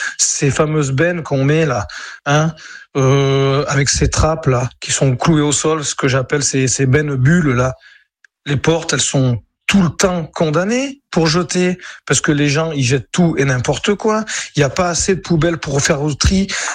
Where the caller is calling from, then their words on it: Valence, Auvergne-Rhône-Alpes, France; j'ai 38 ans, je vis à Valence.